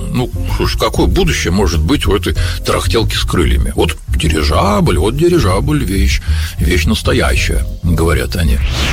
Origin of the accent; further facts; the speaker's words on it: Moscow, Russia; а мы, москвичи, всенародного любимца, впервые видим за штурвалом в начале мая 1910 года